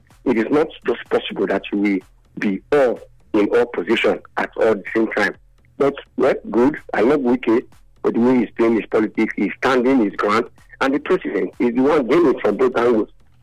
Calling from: Nigeria; I'm calling from South Lero.

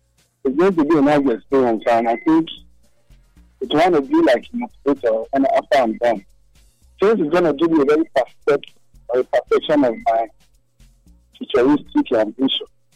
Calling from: Zimbabwe; I'm from Zimbabwe

